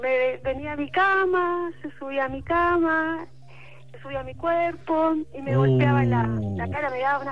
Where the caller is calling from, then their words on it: Coronel, Biobío, Chile; Yo soy de Coronel.